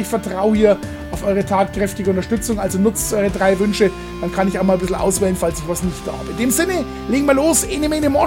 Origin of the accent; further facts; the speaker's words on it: Bavaria, Germany; dreiviertel sechs, wie man bei uns in Franken sagt